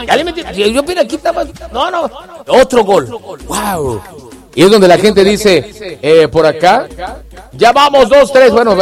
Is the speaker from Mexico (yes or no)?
yes; Mexico; Somos necios los mexicanos